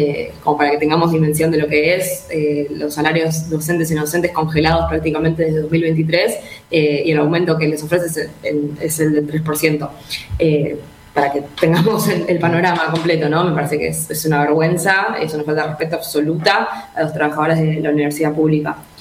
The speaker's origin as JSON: {"language": "Spanish", "region": "Buenos Aires", "country": "Argentina", "said": "yo soy de CABA"}